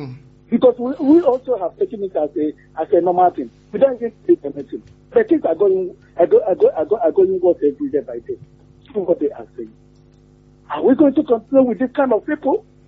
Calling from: Ibadan, Oyo, Nigeria; calling from Ibadan here.

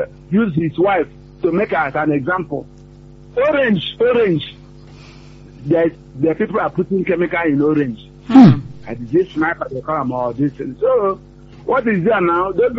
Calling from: Elebu, Oyo, Nigeria; I'm calling from Elebu.

